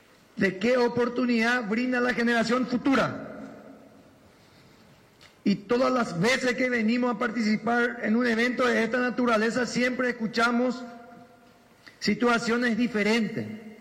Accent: Paraguay; podamos hacerlo juntos como paraguayos

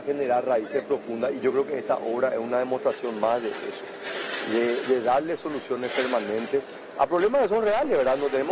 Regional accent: Asunción, Paraguay; born there; yo era un jovencito cuando se construyó, y yo soy de Campo Grande, de Trinidad.

